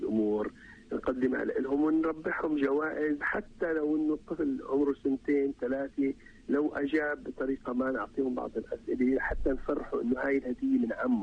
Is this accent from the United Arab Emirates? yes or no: no; Palestine; now in Netherlands